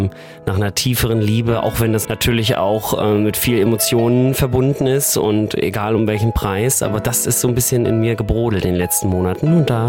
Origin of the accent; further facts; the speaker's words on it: Wismar, Mecklenburg-Vorpommern, Germany; Ich habe zum Beispiel vor 2 Jahren den ersten CSD mitorganisiert in meiner Heimatstadt in Wismar. Das so eine Kleinstadt in MV.